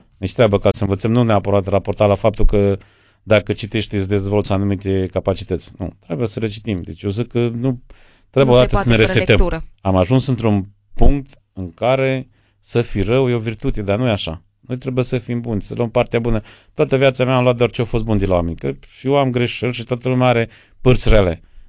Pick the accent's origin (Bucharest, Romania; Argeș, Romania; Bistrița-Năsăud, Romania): Bistrița-Năsăud, Romania; Coșbuc; sunt din Coșbuc.